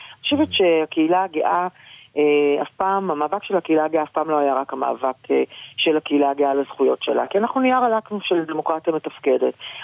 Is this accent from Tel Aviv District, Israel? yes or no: no; Haifa, Haifa District, Israel; אני נולדתי וגדלתי בחיפה.